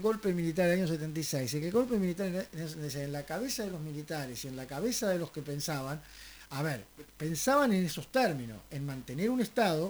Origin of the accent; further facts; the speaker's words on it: Argentina